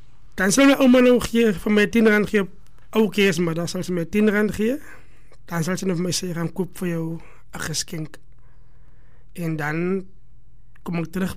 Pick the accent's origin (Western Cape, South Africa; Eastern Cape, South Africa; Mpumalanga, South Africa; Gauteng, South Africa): Western Cape, South Africa; Oudtshoorn; Ek is boerlang van Oudtshoorn, gematriculeer by Sint-Sienus secundaire school en het ek my laerskoolloopbaan begin by Beersig Primair